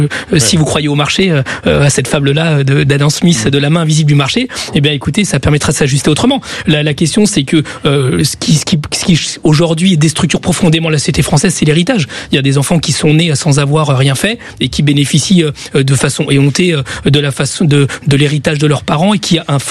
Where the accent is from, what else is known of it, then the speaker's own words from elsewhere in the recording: Chile; Ça a existé dans mon pays d'origine qui s'appelle le Chili.